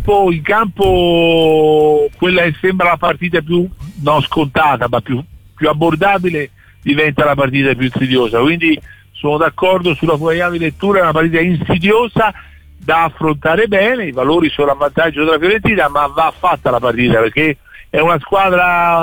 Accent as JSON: {"language": "Italian", "town": "Florence", "region": "Tuscany", "country": "Italy", "said": "da fiorentino che ha lavorato 5 anni a Pisa"}